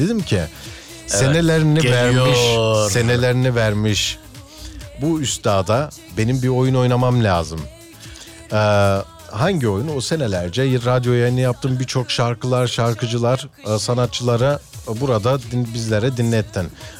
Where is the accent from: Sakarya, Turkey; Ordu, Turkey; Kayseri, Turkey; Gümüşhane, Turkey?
Kayseri, Turkey; moved away; Bursa'dan Uşak'a geçtik, Uşak'tan ise Antalya'ya. Sonrasında ana yurdum memleketimiz Kayseri.